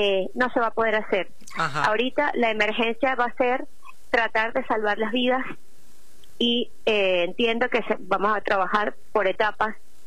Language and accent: Spanish; Venezuela; moved away as an adult; now in Quilmes, Argentina; yo tengo en Argentina 10 años y los 10 años que tengo en Argentina los tengo en Quilmes. Tenemos una relación con Quilmes muy estrecha porque mi hermana se casó en Caracas hace más de 40 años con quilmeño.